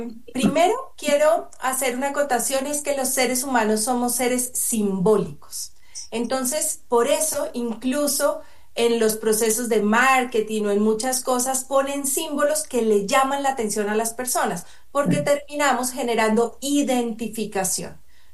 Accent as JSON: {"language": "Spanish", "country": "Colombia", "said": "yo soy colombiana, soy mujer, mamá, esposa"}